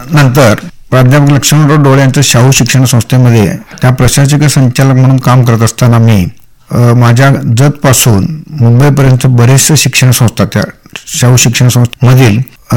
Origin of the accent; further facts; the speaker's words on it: Tikondi, Maharashtra, India; moved away; मी स्वतःहून तिकोंडीतनं शिकून तिकोंडीचा जन्म घेऊन मी बाहेर शिकत होतो